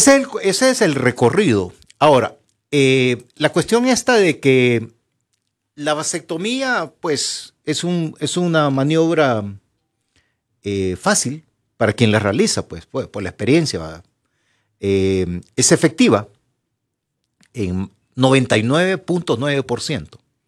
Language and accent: Spanish; Honduras; La situación está difícil, la tormenta que pasamos nosotros como hondureños.